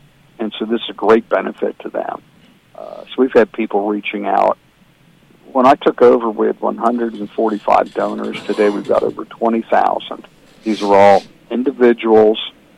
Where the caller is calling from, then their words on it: Apollo Beach, Florida, United States; And I'm calling you from Apollo Beac